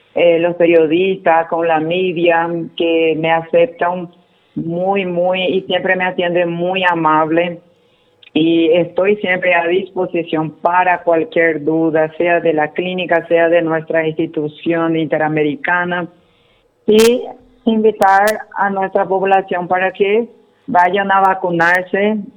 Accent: Brazil; Spanish is a second language; now in Paraguay; aunque hablo español, pero soy brasileira. A veces mucha persona piensa que yo soy paraguaya en sí, le dije, soy paraguaya. Sí. Soy brasileira, pero con mi alma paraguaya.

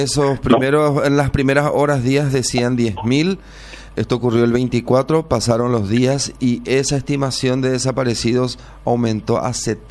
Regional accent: Paraguay

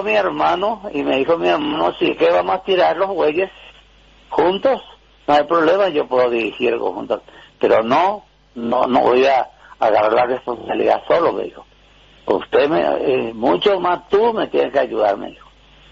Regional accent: San José de los Arroyos, Caaguazú, Paraguay; also born or lived in Itacurubí; yo nací en Itacurubí y entre San José de los Arroyos. La frontera, mi casa estaba en Itacurubí y mi baño estaba en San José.

